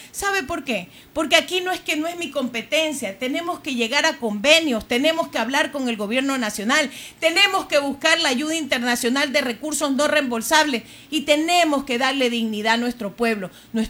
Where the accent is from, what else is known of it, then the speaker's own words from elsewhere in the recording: Esmeraldas, Ecuador; en ese tiempo representaba a mi pueblo esmeraldeño